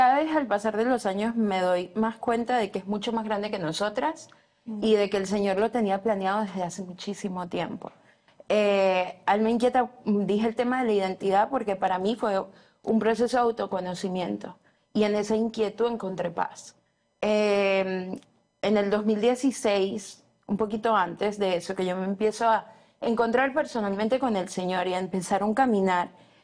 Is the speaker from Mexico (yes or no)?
no; Venezuela; now in United States